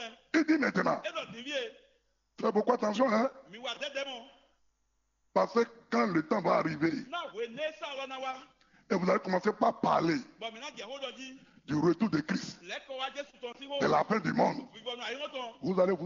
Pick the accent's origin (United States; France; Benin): Benin; En tant que Béninois